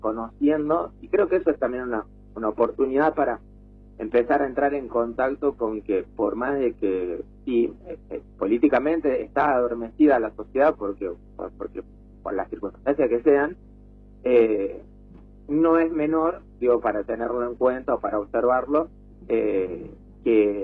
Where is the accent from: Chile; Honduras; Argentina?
Argentina